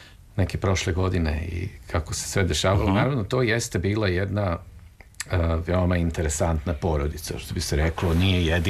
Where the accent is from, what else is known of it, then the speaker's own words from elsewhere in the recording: Belgrade, Serbia; ja sam rođen u Beogradu i prvi dom je bio na Slavi, a onda smo se kasnije preselili u Bulevar Revolucije, tadašnji Bulevar Kralja Aleksandra.